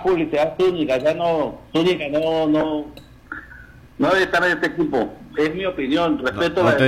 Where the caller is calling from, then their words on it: Táchira, Venezuela; de acá del barrio Guzmán.